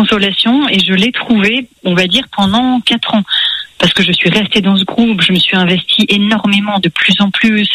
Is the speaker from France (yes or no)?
yes; Île-de-France, France; now in Paris, France; j'ai grandi dans une famille catholique, mais vous savez, dans les Yvelines, la religion était présente dans ma vie, mais c'était pas central.